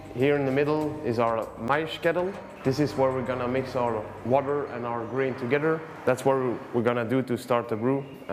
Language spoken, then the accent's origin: English; Brussels, Brussels-Capital Region, Belgium; I'm born and raised in Brussels.